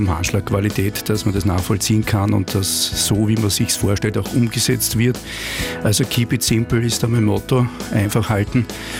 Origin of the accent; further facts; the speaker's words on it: Gerersdorf, Lower Austria, Austria; also born or lived in St. Pölten; In Gerersdorf, das ist auch bei St. Pölten.